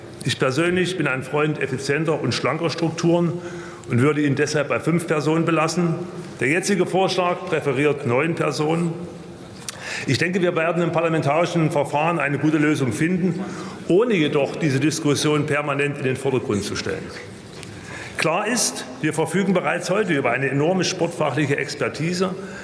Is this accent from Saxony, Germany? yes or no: yes; Leipzig, Saxony, Germany; Und als stolzer Leipziger unterstütze ich dieses Vorhaben selbstverständlich aus tiefstem Herzen.